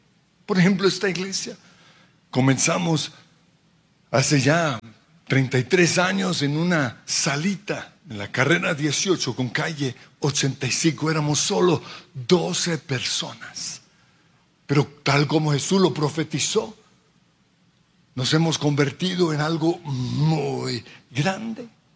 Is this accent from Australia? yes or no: yes; Australia; Porque yo nací en un pueblito en Australia que ni siquiera yo conozco. Yo fui levantado en medio de niños aborígenes